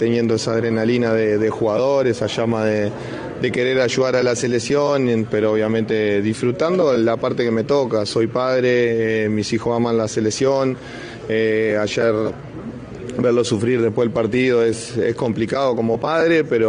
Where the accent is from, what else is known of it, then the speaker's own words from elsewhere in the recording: Uruguay; somos uruguayos